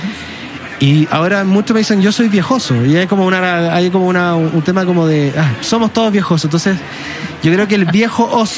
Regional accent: Chile; nosotros los chilenos hablamos rápido y mal, tengo que decirlo. Yo soy el peor, yo puedo hablar muy rápido.

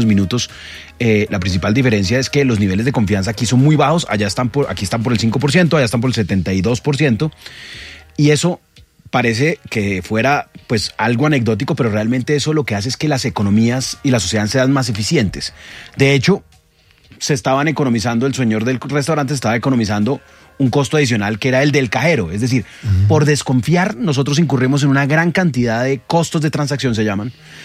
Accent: Colombia; Y ahí es donde, como colombianos, tenemos que hacer un cambio de mentalidad

